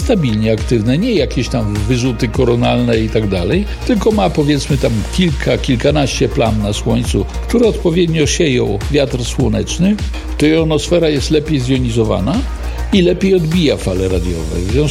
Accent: Biała Podlaska, Lublin Voivodeship, Poland; znalazł, że my z Białej Podlaskiej, ze mną się skontaktował, że będzie w Białej i chciałby się spotkać z krótkofalowcami.

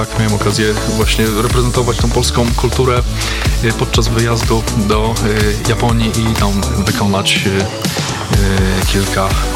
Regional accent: Radom, Masovian Voivodeship, Poland; accent: Radom; i również zagrać ten polski, w moim przypadku radomski akcent na japońskiej ziemi.

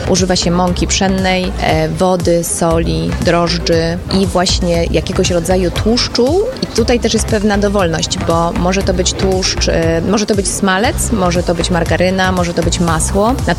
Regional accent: Kraków, Lesser Poland, Poland

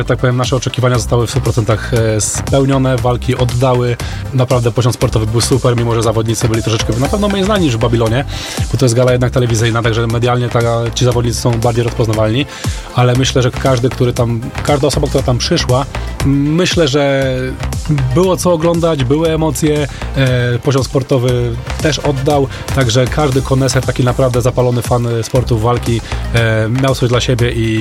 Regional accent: Nowe Miasto Lubawskie, Warmian-Masurian Voivodeship, Poland; My, że tak powiem, pochodzimy z rodzinnego miasta, Nowe Miasto Lubawskie, czyli, że tak powiem, ościenne miasteczko, nieopodal Iławy.

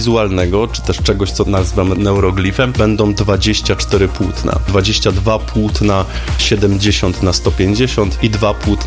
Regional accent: Skawina, Lesser Poland, Poland; ze Skawiny, z mojego rodzinnego miasta

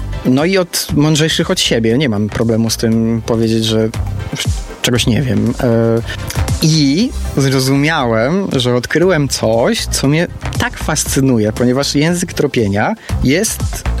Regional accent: Połczyn-Zdrój, West Pomeranian Voivodeship, Poland; now in Poznań, Poland; Ja mieszkam w Poznaniu, ale pochodzę z Połczyna Zdroju

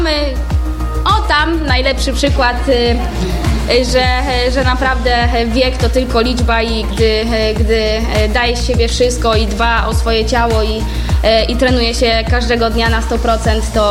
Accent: Uniejów, Łódź Voivodeship, Poland; moved away as an adult; also born or lived in Konin; ja też właśnie pochodzę z Uniowa, gdzie tam jest region Widzewa

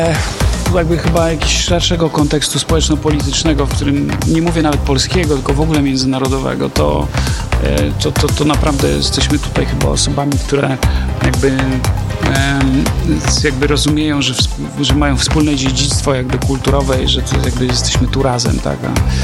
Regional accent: Łomża, Podlaskie Voivodeship, Poland; autorskie w Łomży, czy też w okolicach, to zawsze bardzo chętnie się na tym spotkaniu zjawiam, no bo jestem stąd.

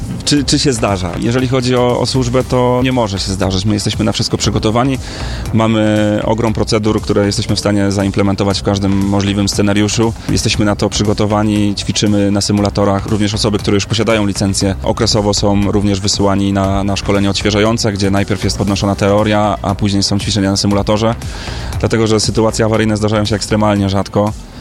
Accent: Poznań, Greater Poland Voivodeship, Poland; Mi się udało dostać na lotnisko w Poznaniu, gdzie ja jestem poznaniakiem, więc z tego tytułu byłem bardzo zadowolony.

